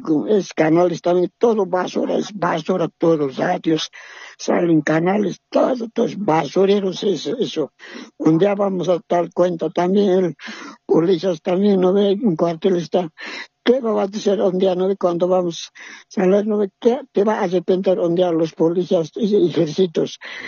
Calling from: Cochabamba, Bolivia; estoy llamando de Cuchabamba.

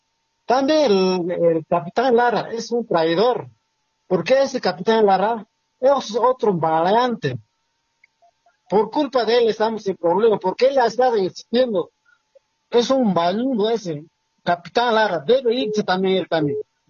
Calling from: Sacaba, Cochabamba, Bolivia; Estoy llamando de aquí, de Sacaba.

